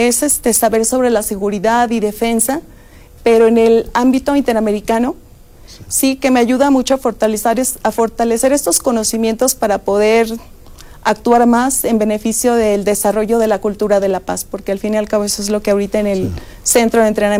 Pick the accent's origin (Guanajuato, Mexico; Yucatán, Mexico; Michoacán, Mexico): Guanajuato, Mexico; Irapuato; yo le comento, soy de Irapuato, Guanajuato, no muy lejos, pero mis padres son de una condición humilde.